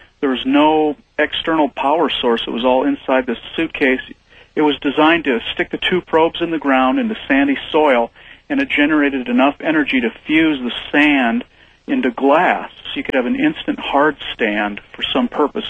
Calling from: Tacoma, Washington, United States; I'm calling from Tacoma, Washington.

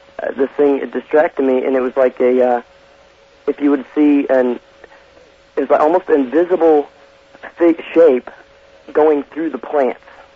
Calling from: Overland Park, Kansas, United States; Yeah, Art, I'm calling from Overland Park, Kansas.

